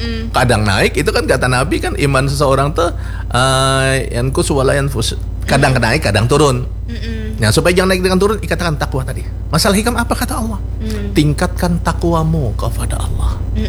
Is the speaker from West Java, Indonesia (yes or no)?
no; South Kalimantan, Indonesia; Kami dari Kalimantan Selatan.